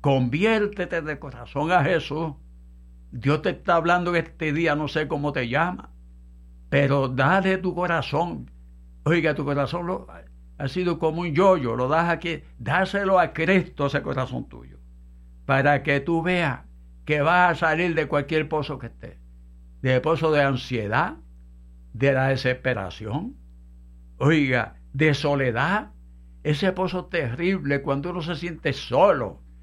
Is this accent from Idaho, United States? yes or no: no; San Benito, Texas, United States; Mi esposa y yo, ¿verdad?, somos de aquí de San Benito